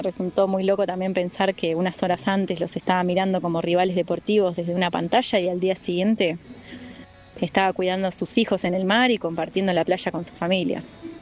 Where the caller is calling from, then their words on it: Puerto Madryn, Chubut, Argentina; Hoy nos encuentra lejos de casa, a diferencia del Mundial pasado que me encontraba en Puerto Madryn.